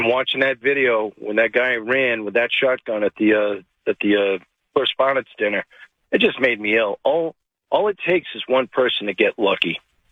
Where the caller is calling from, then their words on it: Middletown, Rhode Island, United States; I live in Middletown next to Newport.